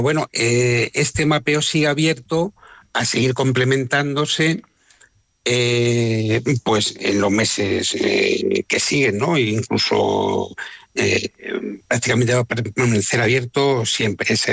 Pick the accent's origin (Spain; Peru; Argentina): Spain; Campo de Criptana, Castilla-La Mancha; yo me he dedicado exclusivamente a Campo de Cristana, que es mi pueblo